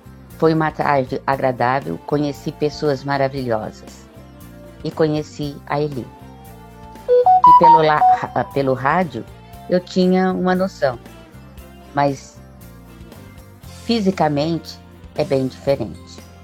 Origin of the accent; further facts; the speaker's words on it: Santo André, São Paulo, Brazil; eu sou de Santo André.